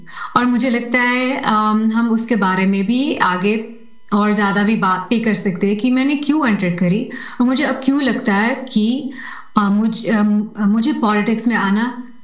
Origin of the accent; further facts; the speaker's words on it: Netherlands; मैं यहाँ पर नेदरलैंड्स में, जैसे आपने बताए हो, पैदा हुई हूँ। मेरे माता पिता भारत से हैं और यहाँ पर पली बड़ी हुई हूँ, और घर पे तो हम दो भाषा बोलते थे, एक्चुअली तीन भाषा बोलते थे, हिंदी, डच और इंग्लिश।